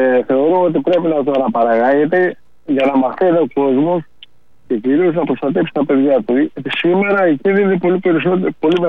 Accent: Karditsa, Thessaly, Greece; Να σκεφτείτε στην Καρδίτσα, επειδή η πατρίδα μου το λέω

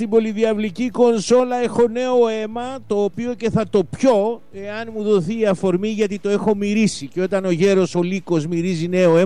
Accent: Western Greece, Greece; now in Achaea, Greece; στην πατρίδα μου την Ετωλοακαρνανία

